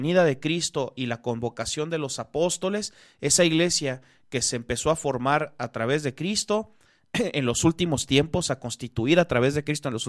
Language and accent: Spanish; Mexico; hasta en la Virgen de Guadalupe, ¿verdad? Como buenos mexicanos